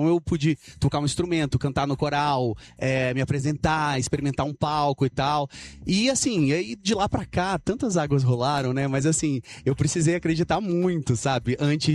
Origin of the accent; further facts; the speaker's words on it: Samambaia, Federal District, Brazil; Olha, eu saí da periferia de Brasília, sou da Quebrada, né?